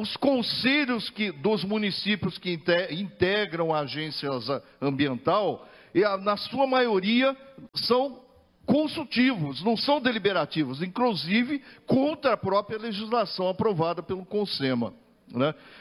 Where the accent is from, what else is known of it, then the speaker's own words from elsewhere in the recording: São José dos Campos, São Paulo, Brazil; sou de São José dos Campos, Vale do Paraíba, da região metropolitana